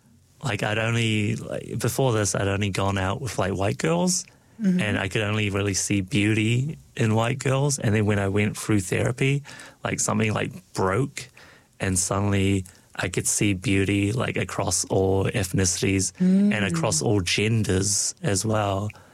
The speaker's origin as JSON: {"language": "English", "town": "Dunedin", "region": "Otago", "country": "New Zealand", "tie": "born or raised there", "first_language": "Cantonese and English", "said": "growing up in New Zealand because, like, very quickly on, I realized how different I was from the other kids, because Dunedin's very white."}